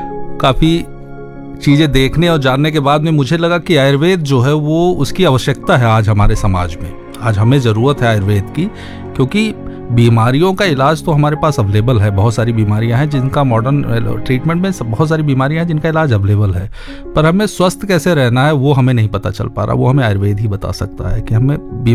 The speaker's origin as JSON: {"language": "Hindi", "town": "Gonda", "region": "Uttar Pradesh", "country": "India", "tie": "born or raised there", "said": "मैं यहीं गोंडा का रहने वाला हूँ। गोंडा के पास ही एक छोटा सा विलेज है चांदपुर, वहीं का रहने वाला हूं। मेरी शिक्षा दीक्षा भी गोंडा में ही हुई है।"}